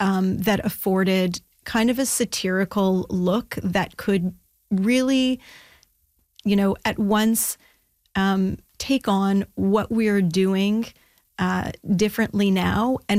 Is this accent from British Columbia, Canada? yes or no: no; Ottawa, Ontario, Canada; I'm actually from Ottawa originally, okay. but I did come when I visited friends and family in the city.